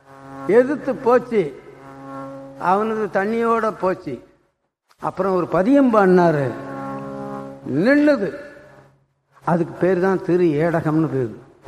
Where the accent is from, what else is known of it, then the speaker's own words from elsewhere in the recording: Veerakannan, Tamil Nadu, India; born there; now in Chennai, India; நான் வீராக்கண்ணன்னு ஒரு ஊர்ல பிறந்தேன், தருமபுரத்துல படித்தேன், மெட்ராஸுக்கு வந்தேன்.